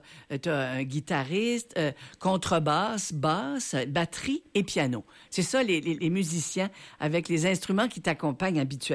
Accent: Tracadie, New Brunswick, Canada; Moi aussi, je suis Tracadie.

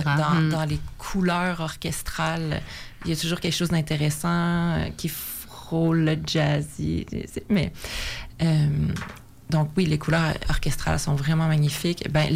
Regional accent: Quebec, Canada; born there; Moi, je suis née au Lac-Saint-Jean.

